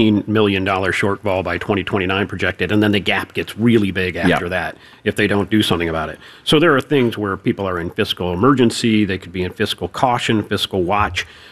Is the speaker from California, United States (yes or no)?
no; Lakewood, Ohio, United States; I grew up in Lakewood.